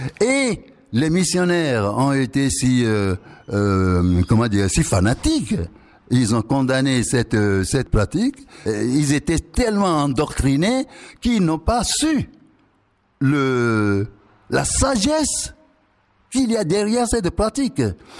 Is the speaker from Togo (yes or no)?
yes; Togo; Je n'ai jamais vu ça chez moi au Togo.